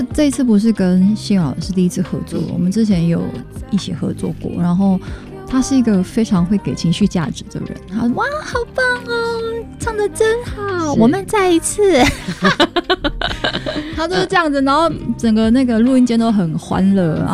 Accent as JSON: {"language": "Chinese", "region": "Tainan", "country": "Taiwan", "tie": "born or raised there", "said": "台南啊，就我的家乡嘛"}